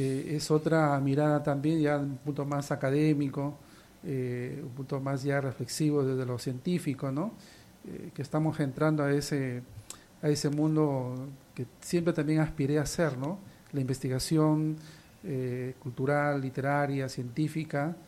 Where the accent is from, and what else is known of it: San Martín, Peru